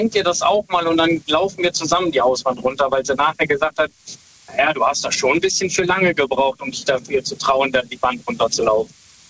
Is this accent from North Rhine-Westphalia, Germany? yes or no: yes; Brüggen, North Rhine-Westphalia, Germany; Aus der Nähe von Viersen, aus Brücken.